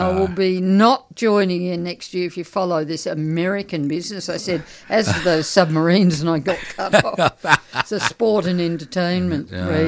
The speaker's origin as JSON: {"language": "English", "town": "Bendigo", "region": "Victoria", "country": "Australia", "tie": "born or raised there", "said": "A friend of mine, I grew up in Bendigo, so she said, we need to find out where you're from, you come from."}